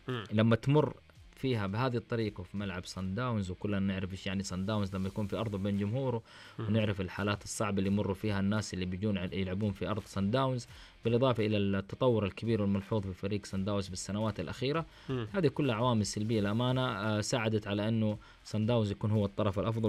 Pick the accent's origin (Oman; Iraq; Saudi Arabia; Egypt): Saudi Arabia; ولنا احنا كسعوديين.